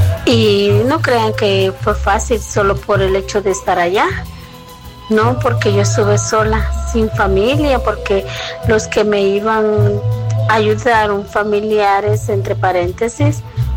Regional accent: El Salvador; born there; moved away as an adult; a mis 32 años ya pude tener mi casita. Ya estoy aquí en mi país natal, El Salvador

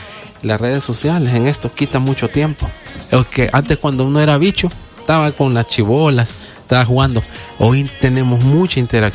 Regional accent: El Salvador

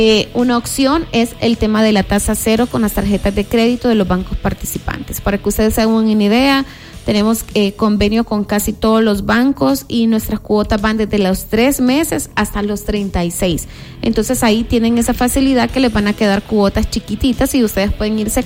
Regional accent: El Salvador

